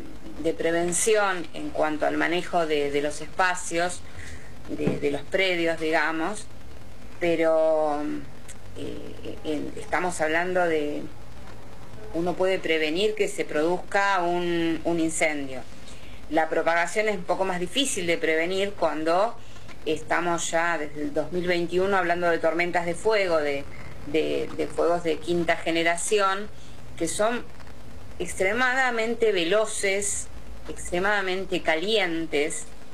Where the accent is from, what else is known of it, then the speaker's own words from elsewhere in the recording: Mallín Ahogado, Río Negro, Argentina; Mi pueblo, mi paraje se llama Mallín Ahogado.